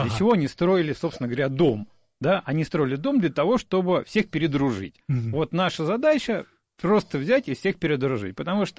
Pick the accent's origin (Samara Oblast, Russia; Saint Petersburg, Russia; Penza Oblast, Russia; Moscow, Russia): Moscow, Russia; для меня как коренного москвича, когда люди начинают говорить, я коренной, все.